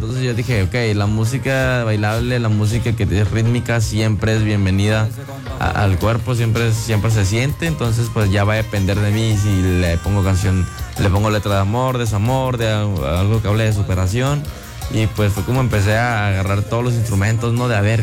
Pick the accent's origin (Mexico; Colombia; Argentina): Mexico; Oaxaca; born there; Este género es tradicional de mi pueblo, bueno, de Oaxaca, ¿no? De la costa oaxaqueña, también costa de Acapulco.